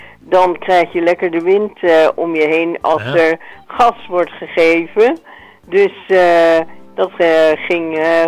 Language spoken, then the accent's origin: Dutch; Gelderland, Netherlands; Ik kom een beetje uit de Achterhoek.